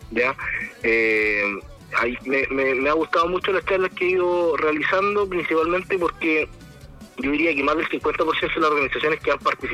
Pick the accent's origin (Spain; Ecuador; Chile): Chile; Así que, como chileno en general, es un momento que uno espera con ansia.